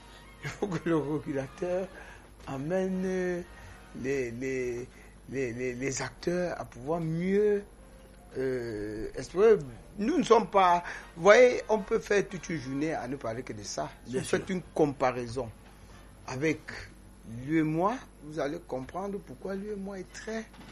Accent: Cameroon; chez nous au Cameroun

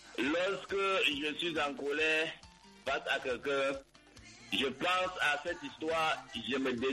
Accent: Cameroon; moi, en tant que Camerounais, je les guette.

